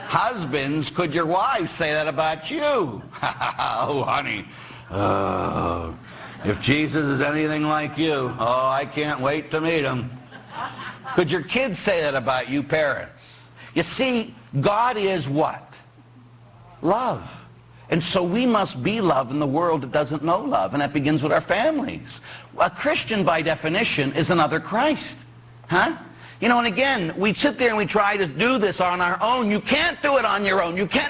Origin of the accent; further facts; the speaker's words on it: Ireland; Or, Father, we're Irish. We do it when we're drunk.